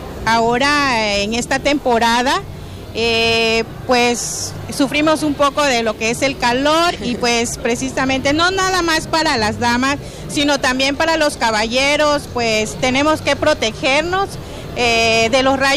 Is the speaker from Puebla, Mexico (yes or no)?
no; Paraíso, Tabasco, Mexico; soy nativa del municipio de Paraíso.